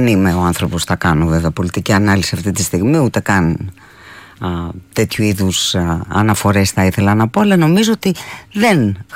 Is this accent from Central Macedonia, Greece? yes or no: no; Athens, Attica, Greece; Γεννήθηκα και μεγάλωσα στην Αθήνα